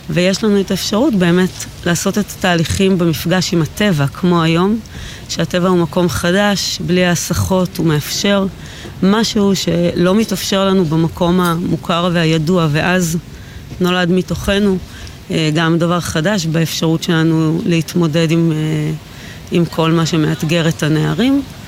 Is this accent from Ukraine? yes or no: no; Gaza Strip, Palestine; now in Sderot, Israel; לא, לא, אני לא... גדלתי בגוש קטיף